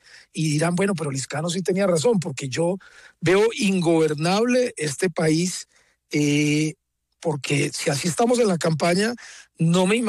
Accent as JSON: {"language": "Spanish", "town": "Riosucio", "region": "Caldas", "country": "Colombia", "tie": "born there", "also_born_or_lived": "Manizales", "said": "Pues yo soy caldense y yo tengo allá mi botico y allá tengo mis amigos, esa es mi tierra."}